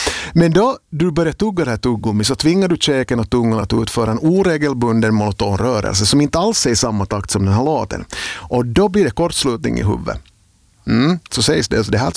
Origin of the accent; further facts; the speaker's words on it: Finland; Och det är alltså det här är inte bara något som vi finländare lider av förstås